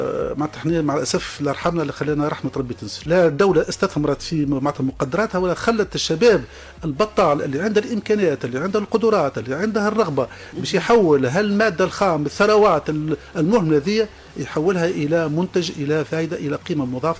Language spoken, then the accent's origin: Arabic; Tunisia; عندنا في تونس حوالي 4 مليون هكتار أراضي زراعية